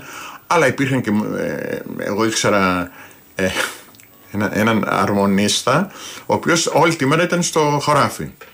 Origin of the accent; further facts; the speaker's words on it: Nea Artaki, Central Greece, Greece; now in Marousi, Greece; Δηλαδή έχω σπίτι και στην Αρτάκη, στο χωριό μου, και στο Μαρούσι κομμένο. Πηγαίνω, έρχομαι.